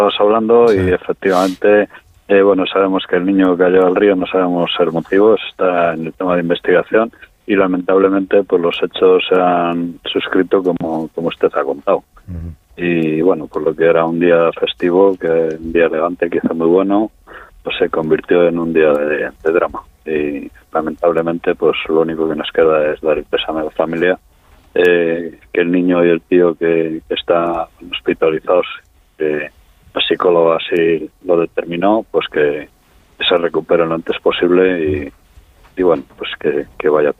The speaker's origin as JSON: {"language": "Spanish", "town": "Venta de Baños", "region": "Castile and León", "country": "Spain", "tie": "born there", "said": "Yo, mira, soy nacido aquí en Venta de Baños, lo conozco todo eso"}